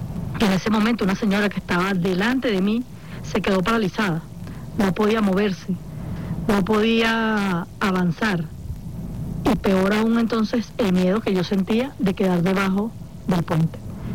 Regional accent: Venezuela; somos hermanos venezolanos que nos necesitamos los unos a los otros

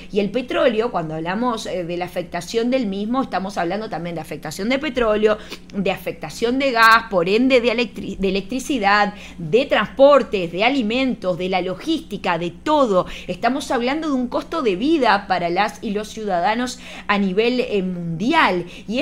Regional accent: Uruguay; now in Caracas, Venezuela; soy uruguaya pero vivo acá en Caracas, Venezuela

